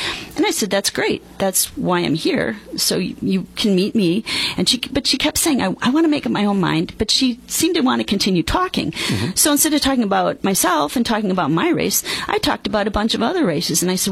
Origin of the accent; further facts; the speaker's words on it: Peru, Illinois, United States; now in LaSalle, United States; I grew up in Peru, currently live in LaSalle.